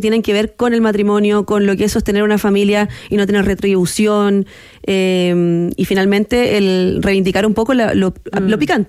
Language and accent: Spanish; Concepción, Biobío, Chile; Yo soy de Concepción, una ciudad que quiere ser como Santiago, pero no.